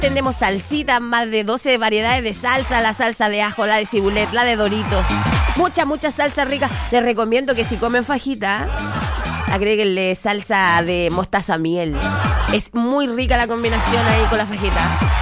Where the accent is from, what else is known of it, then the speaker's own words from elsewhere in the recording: Calama, Antofagasta, Chile; born there; Cuando era chica pasaba en Calamá, arriba de un árbol de aromos